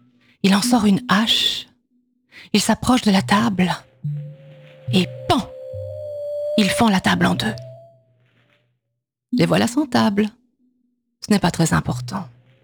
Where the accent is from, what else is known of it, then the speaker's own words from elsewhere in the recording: Namur, Wallonia, Belgium; oui, donc je viens de Namur.